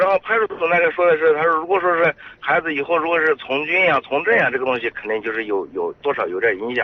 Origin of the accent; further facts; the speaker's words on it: Hubei, China; moved away; 我跟我老家那边湖北那边打电话